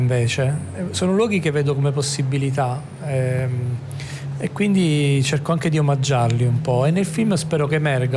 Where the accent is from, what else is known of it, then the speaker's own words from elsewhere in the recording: Campania, Italy; non perché sono molisano, sono cilentano